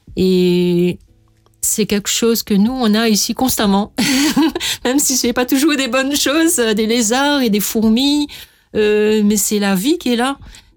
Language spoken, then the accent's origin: French; Mauritius; J'aime bien montrer la unicité en tant que Mauricien.